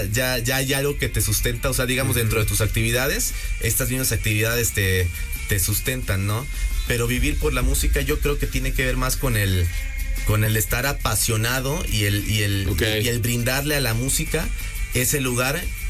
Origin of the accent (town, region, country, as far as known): Campeche, Mexico; moved away as an adult